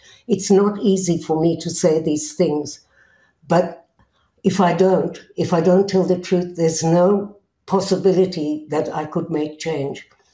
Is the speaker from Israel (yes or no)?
yes; Israel; And then I say, I'm from Israel, and there's this silence. And I say, look, you know, I'm Israeli, but I'm not the government.